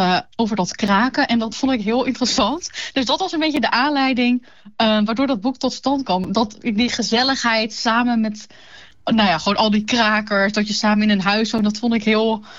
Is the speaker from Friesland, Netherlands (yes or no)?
yes; Leeuwarden, Friesland, Netherlands; moved away as an adult; now in Nijmegen, Netherlands; ik ben zelf net verhuisd uit Leeuwarden, maar ik kom uit Leeuwarden en ik heb lang in de binnenstad gewoon.